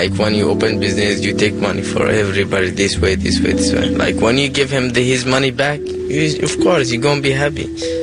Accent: Yemen; English is a second language; moved away as an adult; now in Baltimore, United States; I'm from Yemen. It's an Arabic country. I came in here, like, 2.5 years. We can't go back in my country.

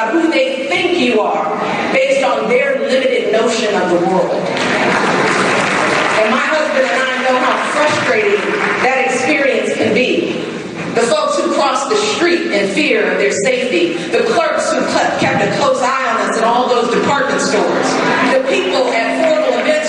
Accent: Chicago, Illinois, United States; I was born and raised here on the South Side and South Shore, and I am who I am today because of this community.

